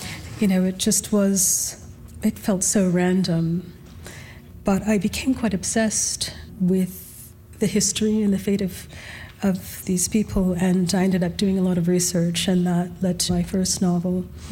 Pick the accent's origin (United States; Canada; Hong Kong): Canada; Alberta; born or raised there